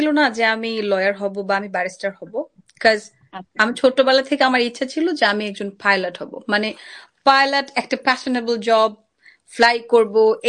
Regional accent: Tongi, Dhaka Division, Bangladesh; moved away; আমার বাড়ি যেহেতু গাজীপুরে টুঙ্গিতে

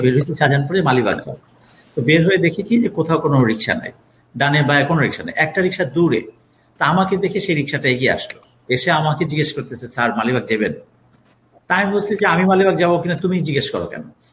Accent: Narsingdi, Dhaka Division, Bangladesh; আমার দেশের বাড়ি হচ্ছে নরসিংদী।

